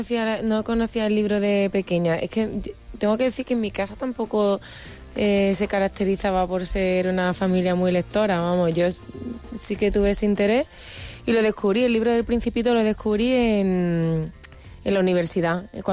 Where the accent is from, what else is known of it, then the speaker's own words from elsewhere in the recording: Andalusia, Spain; Yo no lo digo porque encima como andaluza, lo siento, pero...